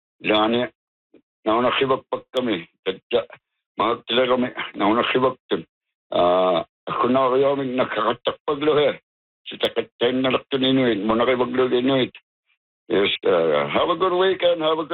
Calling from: Ulukhaktok, Northwest Territories, Canada; I'm from Ulukakto.

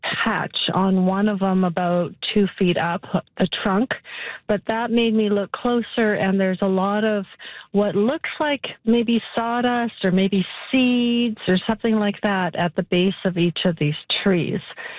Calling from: Alberta, Canada; We're right by Mournville.

